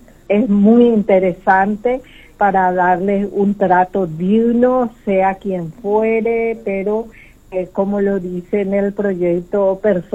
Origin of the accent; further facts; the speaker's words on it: Unión, San Pedro, Paraguay; yo soy oriunda de Unión.